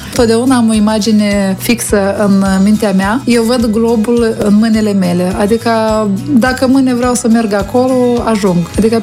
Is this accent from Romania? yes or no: no; Moldova; Că sunt din Moldova.